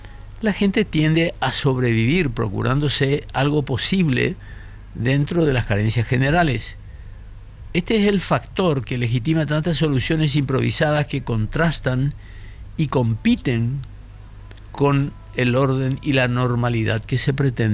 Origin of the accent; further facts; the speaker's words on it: Paraguay; a mí también me dicen: pero vos no hablas como paraguayo. Yo creo que sí. El problema es que yo hablo distinto.